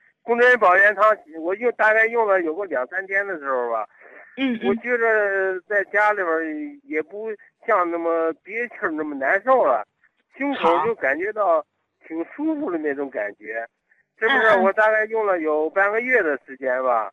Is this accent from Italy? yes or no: no; Nantong, Jiangsu, China; 我是南通这边的一个朋友，今年都已经快50了。